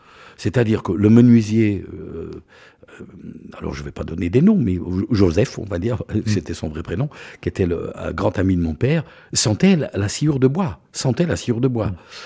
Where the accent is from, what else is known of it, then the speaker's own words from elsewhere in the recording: Marloie, Wallonia, Belgium; je suis originaire de Marlois. Voilà. J'ai vécu toute mon enfance à Marlois. Province du Luxembourg, merveilleuse terre de vacances